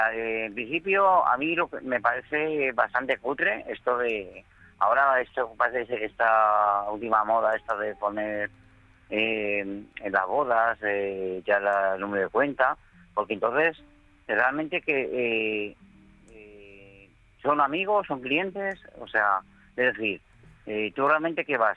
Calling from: Madrid, Community of Madrid, Spain; de Madrid

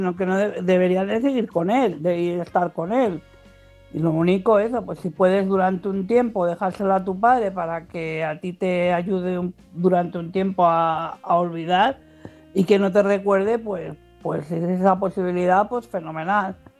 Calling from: Madrid, Community of Madrid, Spain; de Madrid.

